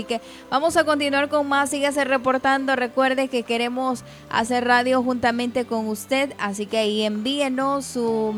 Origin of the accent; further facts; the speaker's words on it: Jucuapa, Usulután, El Salvador; nosotros somos del Salvador. Estamos en El Salvador, Usulután, Jucuapa. Así que desde aquí transmitimos cada programa.